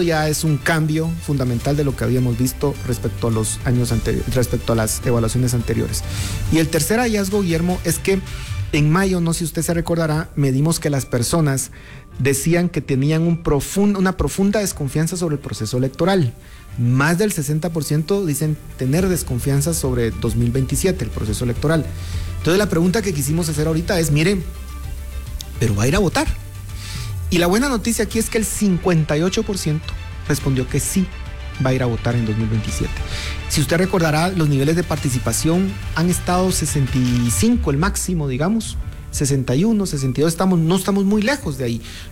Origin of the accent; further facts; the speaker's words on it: Guatemala; reflexión que tenemos que hacer como guatemaltecos.